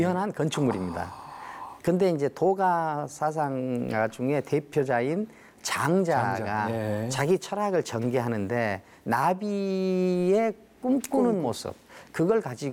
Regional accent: Hampyeong, South Jeolla, South Korea; moved away; 그래서 제 고향을 사랑해요. 저는 한평을 사랑합니다.

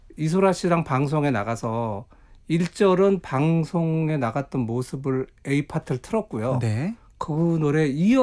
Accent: Incheon, South Korea; 아, 이게 제가 이제 고향이 인천인데

